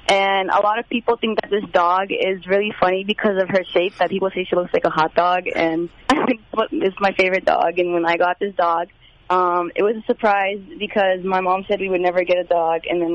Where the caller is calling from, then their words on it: Revere, Massachusetts, United States; Revere, Massachusetts.